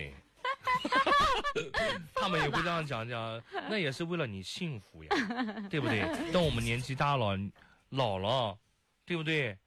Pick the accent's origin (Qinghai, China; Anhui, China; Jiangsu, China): Anhui, China; Xuancheng; moved away; 在我老家宣城